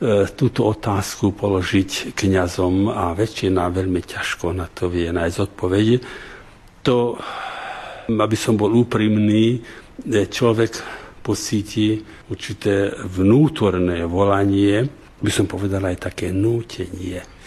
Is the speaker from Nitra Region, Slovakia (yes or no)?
yes; Nitra Region, Slovakia; born there; moved away as an adult; now in Jasov, Slovakia; ja som sa narodil pri Dunaji medzi Komárnom a Štúrovom, alebo medzi Komárnom a Ostrihomom